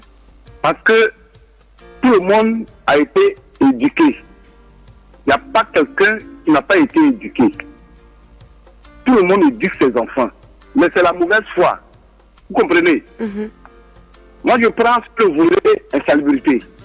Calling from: Abidjan, Côte d’Ivoire; Je suis maintenant de l'autre côté, chez les grands types, comme on le dit. Je suis à Koukodi.

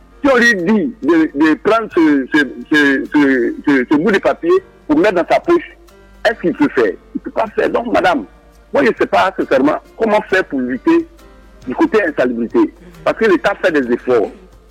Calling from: Abidjan, Côte d’Ivoire; Je suis maintenant de l'autre côté, chez les grands types, comme on le dit. Je suis à Koukodi.

